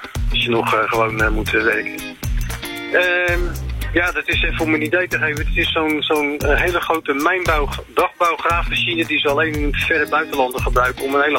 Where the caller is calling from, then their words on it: Katwijk, South Holland, Netherlands; Ik woon er al een tijdje